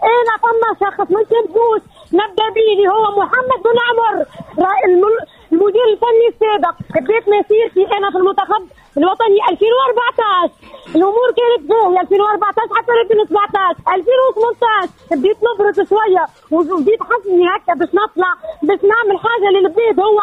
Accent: Tunisia; moved away as an adult; now in Germany; خاطرني نكره بلادي

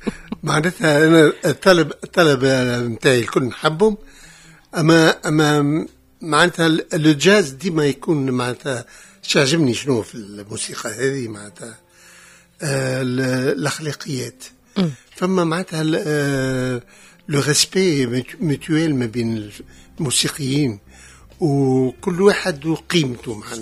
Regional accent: Tunisia

